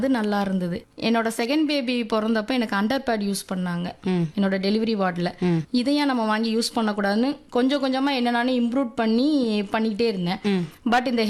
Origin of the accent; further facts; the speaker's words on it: Tirunelveli district, Tamil Nadu, India; நான் BA Tamil literature முடிச்சிருக்கிறேன். Tirunelveli மாவட்டம் சுத்தம்பள்ளி கிராமத்திலிருந்து வரேன்.